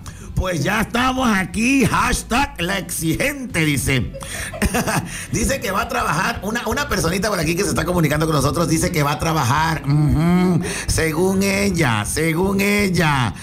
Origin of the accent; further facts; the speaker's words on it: Mexico; soy mexicano, mexicano.